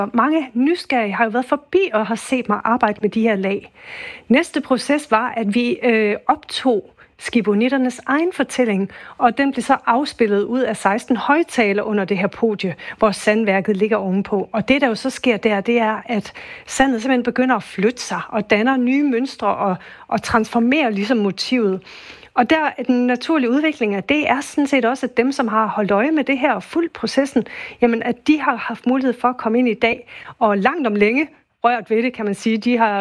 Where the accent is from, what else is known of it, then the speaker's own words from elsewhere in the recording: Aarhus, Central Denmark Region, Denmark; jeg er ikke fra Skive, jeg er fra Aarhus